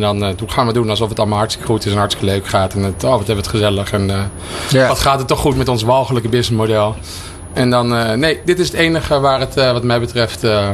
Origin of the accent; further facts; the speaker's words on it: Amsterdam, North Holland, Netherlands; We komen allebei uit Amsterdam-Noord.